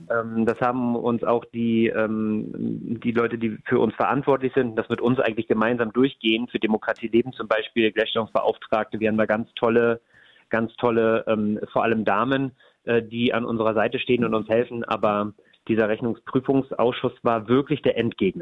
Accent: Neustrelitz, Mecklenburg-Vorpommern, Germany; moved away as an adult; also born or lived in Berlin / Madrid; gebürtig in Neustrelitz, habe dann nach dem Abitur in Berlin und in Madrid studiert. Habe dort jetzt viel zu lange gearbeitet und bin jetzt gerade dabei, mit meinem Partner wieder zurück in meine Heimat zu ziehen, nach Mecklenburg-Vorpommern

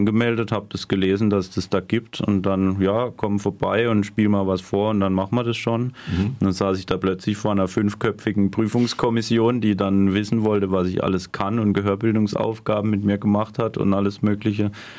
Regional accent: Simonswald, Baden-Württemberg, Germany; Nee, ich bin in Simonswald aufgewachsen. Das ist so 30 Kilometer nordöstlich von Freiburg

